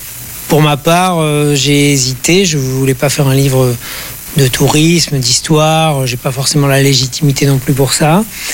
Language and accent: French; Nouvelle-Aquitaine, France; now in Bordeaux, France; Alors, je suis originaire de Dordogne, donc pour moi c'est quand même la grande ville la plus proche, celle où on monte pour étudier et où on peut trouver un emploi.